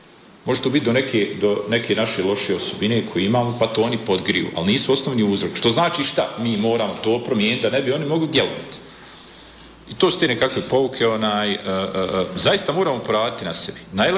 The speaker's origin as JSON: {"language": "Bosnian", "town": "Maglaj", "region": "Zenica-Doboj Canton", "country": "Bosnia & Herzegovina", "said": "Ja sam se često družio sa starim ljudima, pogotovo kod nas u Maglajevo, sa ljudima iz džamije."}